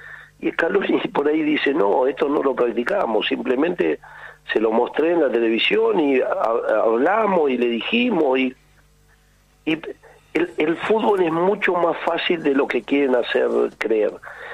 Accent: Argentina

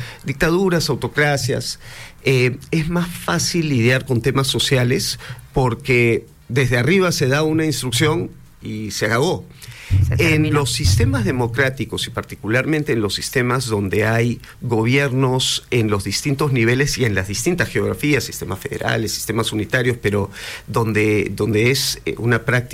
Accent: Peru; now in Mendoza, Argentina; uno de los episodios más difíciles de nuestro país

